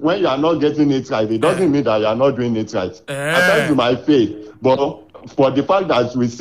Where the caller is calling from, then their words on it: Ogbomosho, Oyo, Nigeria; from Ogbomosho.